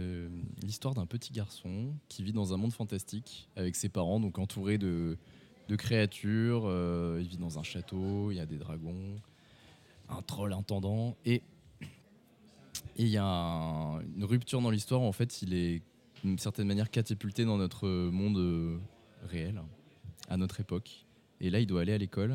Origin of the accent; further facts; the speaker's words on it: Nouvelle-Aquitaine, France; now in Limoges, France; Ça fait 2 ans que j'habite à Limoges maintenant. D'accord. Voilà. Oui, je suis du cru.